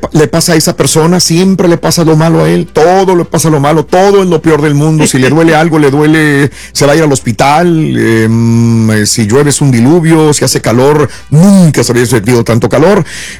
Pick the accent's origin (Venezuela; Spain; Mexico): Mexico; Somos muy buenos en taekwondo y también en karate, en artes marciales, los mexicanos.